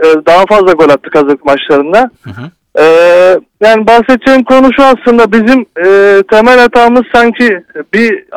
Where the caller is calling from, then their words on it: İzmir, Turkey; İzmir'den arıyorum.